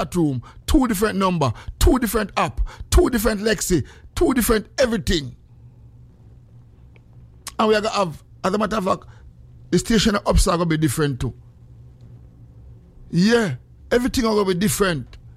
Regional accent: Jamaica; I am Jamaican, Freedom Street, Mount Raya sent and big up, thank you, bless up, big up Jamaica

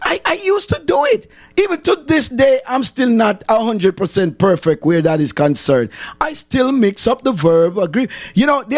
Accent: Jamaica; I'm a Jamaican, I'm a Caribbean

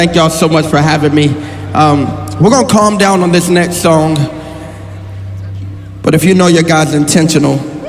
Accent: South Carolina, United States; I come all the way from South Carolina

